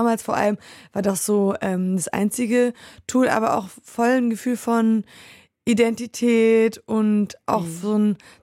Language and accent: German; Poland; Also ich bin vor allem in Polen groß geworden mit Liedern